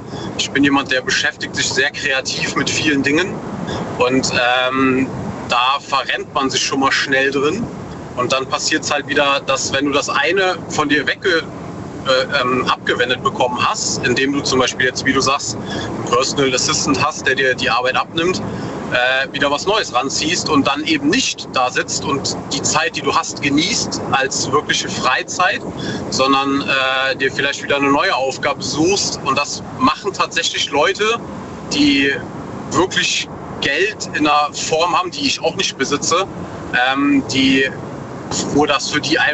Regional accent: North Rhine-Westphalia, Germany; Aus der Eifel. NRW.

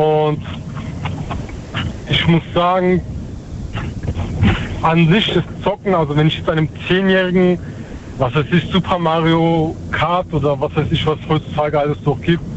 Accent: Schwetzingen, Baden-Württemberg, Germany; also ich komme aus Schwetzing.

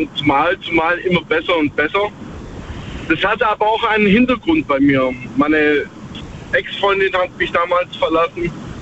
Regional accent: Baden-Württemberg, Germany; Ich komme aus der Göppinger Ecke.

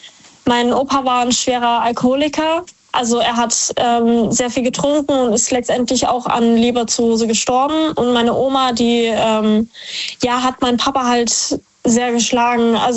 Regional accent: Heidelberg, Baden-Württemberg, Germany; Ich komme aus Heidelberg.

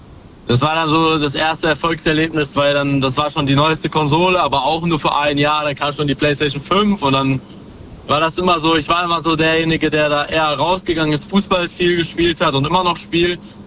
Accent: Dortmund, North Rhine-Westphalia, Germany; Ich komme aus Dortmund und bin gerade auf dem Weg zur Arbeit.

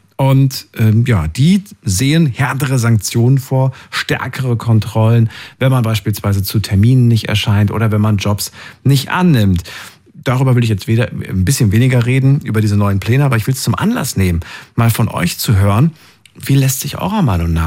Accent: Thuringia, Germany; born there; Ich bin in Thüringen geboren, das war früher so.

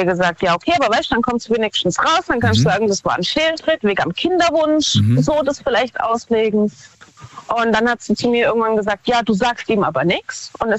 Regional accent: Ettlingen, Baden-Württemberg, Germany; Von Baden-Württemberg. Nähe Karlsruhe.

